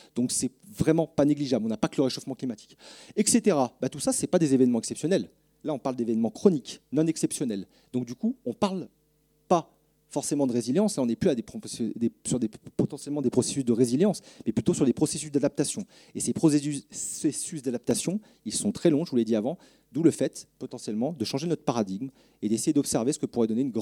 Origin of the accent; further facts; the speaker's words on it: Lyon, Auvergne-Rhône-Alpes, France; Enfin, moi, je suis du Rhône à la base, hein, de Lyon, Grenoble juste à côté.